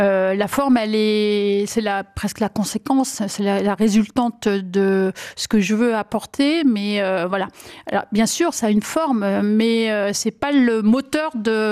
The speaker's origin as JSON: {"language": "French", "region": "Grand Est", "country": "France", "tie": "born there", "said": "Alors, je suis née dans la Marne, je suis née dans ce qu'on appelait la Champagne pouilleuse."}